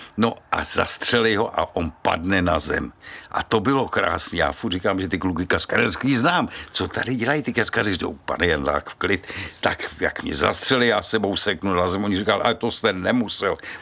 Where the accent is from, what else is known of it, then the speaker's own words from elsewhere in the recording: Sokolov, Karlovy Vary Region, Czechia; když jsi jako malej v Sokolově